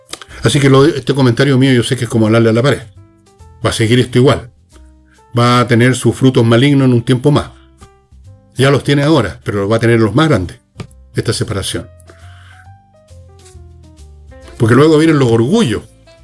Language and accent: Spanish; Chile; Todos somos originarios de este país, pues todos nacimos aquí. Todos nos criamos aquí. Todos tenemos nuestro origen cultural, personal, aquí.